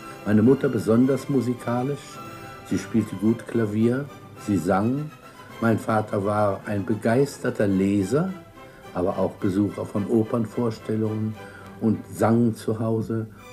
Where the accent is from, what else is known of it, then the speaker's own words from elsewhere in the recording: Berlin, Germany; born there; ich bin in Berlin geboren, in einem Haus, in dem es nicht sehr üppig zuging.